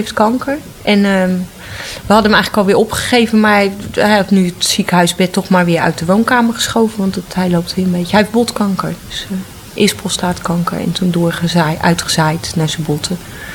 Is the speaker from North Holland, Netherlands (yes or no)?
no; Utrecht, Netherlands; born there; Ik ben op de Oude Gracht geboren.